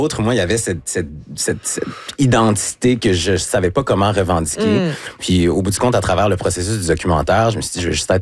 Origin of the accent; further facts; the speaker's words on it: Quebec City, Quebec, Canada; Mais d'un autre côté, j'ai grandi à Québec, la majorité de mon entourage est blanc